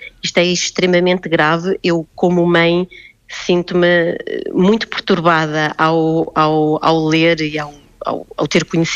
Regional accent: Cantanhede, Centro, Portugal; Eu sou da região centro, da região de Coimbra, Cantanhede, e a minha família tem propriedades rurais

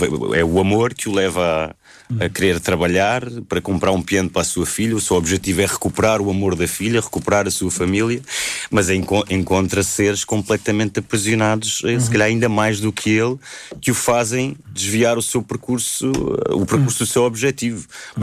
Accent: Portugal; questionem a identidade do nosso país e de nós como portugueses.

